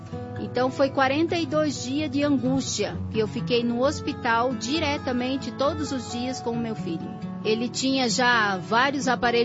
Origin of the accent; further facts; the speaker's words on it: Gaspar, Santa Catarina, Brazil; eu sou de Gaspar, Santa Catarina.